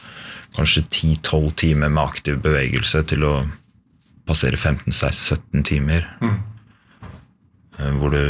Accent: Finnskogen, Innlandet, Norway; for en som har tilbrakt store deler av oppveksten på Finnskogen og løpt gjennom lignende områder siden man var liten gutt

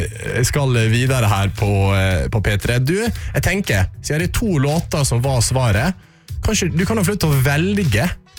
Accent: Karmøy, Rogaland, Norway; for jeg er jo fra øya selv.

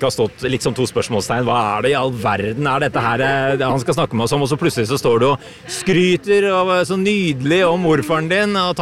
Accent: Lillehammer, Innlandet, Norway; Jeg er jo fra Lillehammer, og jeg følger med og heia Norge.

